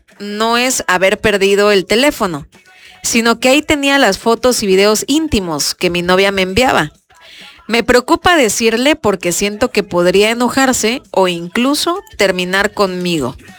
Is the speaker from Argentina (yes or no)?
no; Tapachula, Chiapas, Mexico; Sí, pero obviamente vivía en Tapachula